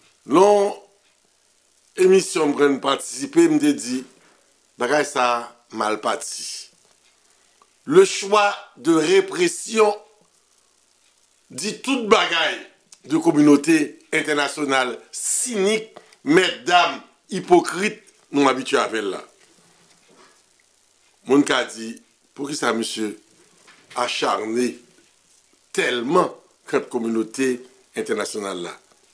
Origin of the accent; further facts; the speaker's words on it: Haiti; Mais, en tant qu'haïtien, Julien, n'a vive au moment